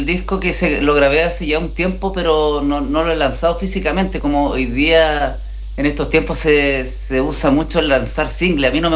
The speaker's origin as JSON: {"language": "Spanish", "town": "Talcahuano", "region": "Biobío", "country": "Chile", "tie": "born or raised there", "also_born_or_lived": "Concepción / Hualpén", "moved": "yes", "said": "Concepción ciudad, yo nací en Talcahuano específicamente en realidad."}